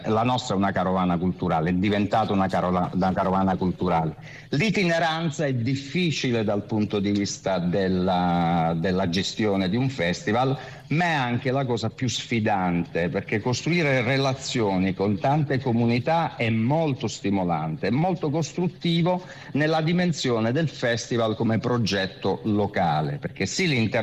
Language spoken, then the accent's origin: Italian; Apulia, Italy; born there; Poi noi siamo nati sul Gargano e gran parte del festival si fa sul Gargano, che è un piccolo continente dal punto di vista degli ambienti naturali e dei paesaggi.